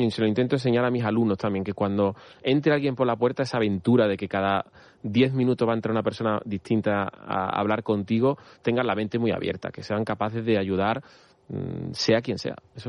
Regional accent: Andalusia, Spain

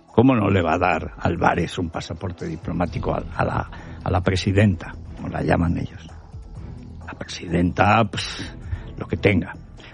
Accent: Aragon, Spain; pero yo es porque soy aragonés, pero tengo razón.

